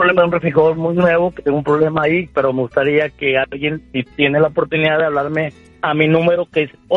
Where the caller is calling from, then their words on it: Fort Worth, Texas, United States; pues yo vivo en Fort Worth